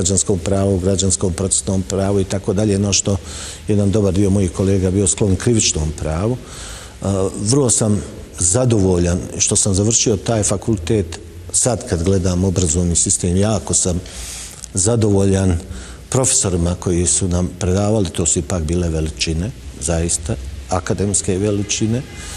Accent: Sarajevo, Federation of Bosnia and Herzegovina, Bosnia & Herzegovina; Odrastao sam na Grbavici, najveći zapravo, ne mogu reći dio života, najveći dio života sam proveo ovdje jer sad živim, ali to mladost i odrastanje mi je proteklo na Grbavici.

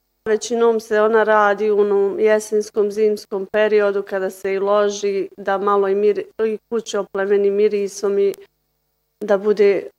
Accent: Medakovo, Bosnia & Herzegovina; dolazim iz Medakova

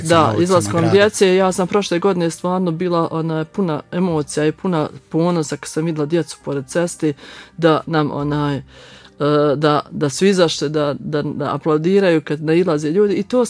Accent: Vitkovići, Federation of Bosnia and Herzegovina, Bosnia & Herzegovina; ja sam iz Vitkovića

